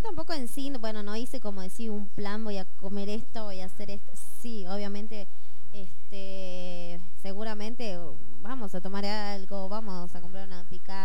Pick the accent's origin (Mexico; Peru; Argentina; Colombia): Argentina; así somos los argentinos, muy apasionados